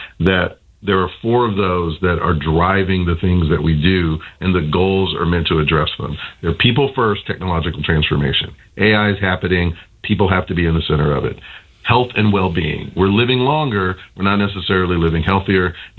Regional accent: the South, United States; As you know, I'm from the South

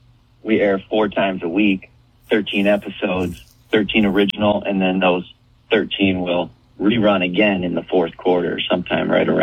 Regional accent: Michigan, United States; I'm a Michigan guy, born and raised in Michigan.

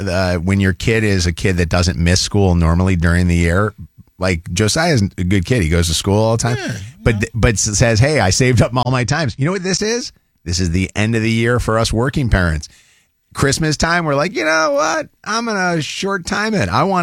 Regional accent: Chicago, Illinois, United States; I grew up in Chicago

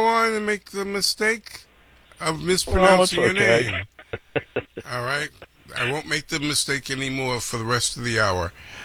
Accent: Boston, Massachusetts, United States; Oh, I grew up in Roxbury.

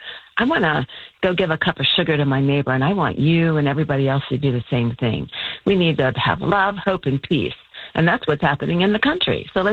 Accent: New Richmond, Ohio, United States; I'm a country girl. I grew up in New Richmond, Ohio

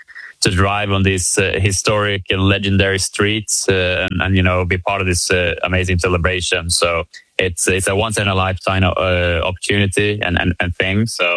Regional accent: Sweden; moved away as an adult; now in United States; not being American, you know, being a Swedish driver, but having lived now 8 years in America

